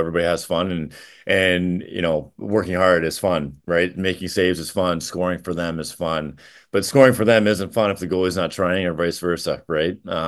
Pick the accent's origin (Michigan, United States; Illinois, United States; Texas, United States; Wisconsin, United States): Wisconsin, United States; Janesville; I was from Janesville